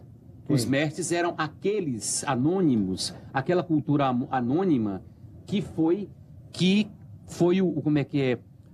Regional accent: São Bento do Une, Pernambuco, Brazil; Eu sou uma pessoa que tive uma formação muito plural, porque eu nasci em Pernambuco, numa cidade chamada São Bento do Une

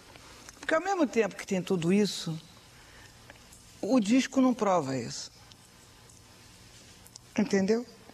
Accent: Rio de Janeiro, Brazil; born there; Eu nasci no Grajaú

